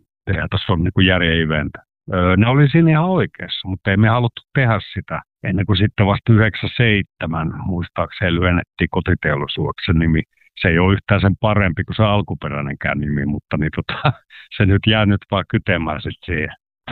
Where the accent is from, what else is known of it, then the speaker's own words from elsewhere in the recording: Karelia, Finland; Me ollaan Karjalasta vähän hitaita asioiden omaksumisessa